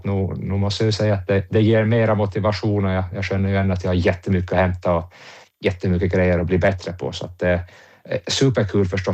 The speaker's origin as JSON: {"language": "Swedish", "region": "Åland", "country": "Finland", "said": "Kan det ju vara annat än bra när man är hemma på Åland och tränar och njuter av de fina förhållanden som vi har här."}